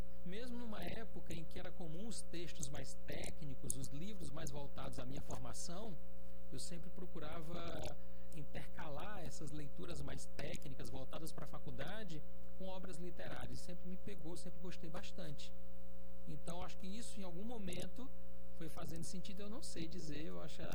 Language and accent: Portuguese; Juazeiro do Norte, Ceará, Brazil; Eu sou da primeira geração que nasceu na cidade, meus pais são da zona rural, migraram para a cidade. Eu sou de Juazeiro do Norte